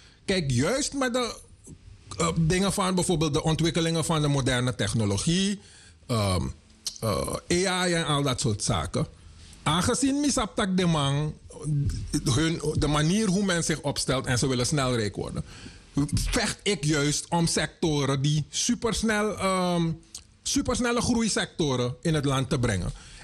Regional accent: Suriname; moved away; de Surinamer is in zijn hoofd de Amerikaan en geen Europeaan. Dus daarom, we zijn Nederlands opgevoed. Maar in ons hoofd zijn we Amerikanen, want we kijken naar Amerikaanse media.

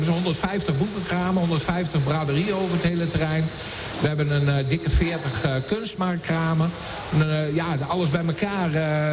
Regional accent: Doesburg, Gelderland, Netherlands; moved away as an adult; now in Vaassen, Netherlands; Ik kom uit Doesburg en ik was als jeugdbestuurslid van Doesburg Binnenstebuiten.

